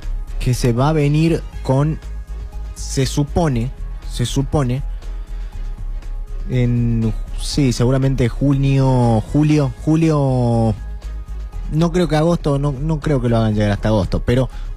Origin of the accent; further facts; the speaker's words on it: La Rioja, Argentina; nos representa a todos los riojanos.